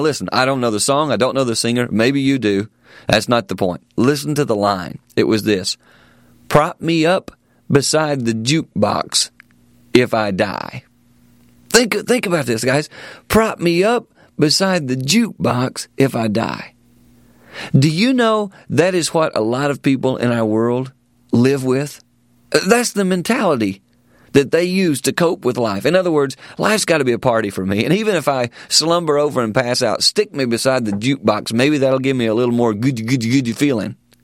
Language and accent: English; South Carolina, United States; since I'm from South Carolina, every once in a while I'll stop and listen to a country song